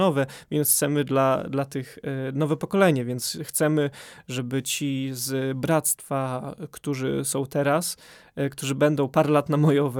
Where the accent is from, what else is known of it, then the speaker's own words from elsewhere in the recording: Bielsk Podlaski, Podlaskie Voivodeship, Poland; Jako, że jestem z Bielska, to wyjeżdżałem rano